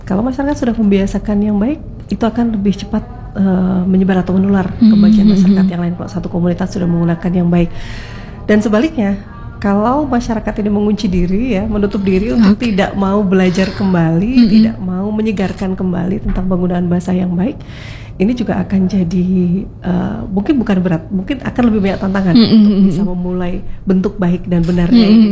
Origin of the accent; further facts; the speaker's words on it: Indonesia; kita tumbuh, kita lahir ya di negara Indonesia